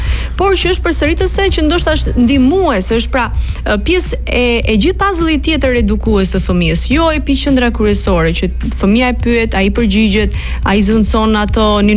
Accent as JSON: {"language": "Albanian", "town": "Berat", "region": "Berat County", "country": "Albania", "said": "Jo, unë jam nga Berati."}